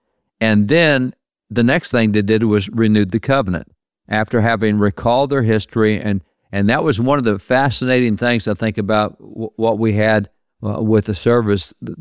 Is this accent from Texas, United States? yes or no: yes; Texas, United States; Now, as a Texan, I was looking for a jacket or something.